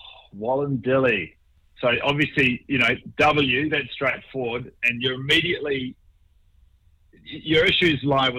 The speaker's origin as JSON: {"language": "English", "country": "New Zealand", "tie": "born or raised there", "said": "Thank God You're Here, which I grew up watching here in New Zealand"}